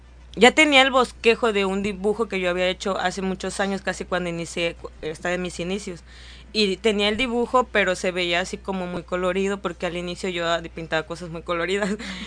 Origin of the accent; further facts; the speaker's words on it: Acapulco, Guerrero, Mexico; Ah, sí, yo nací aquí en el puerto de Acapulco.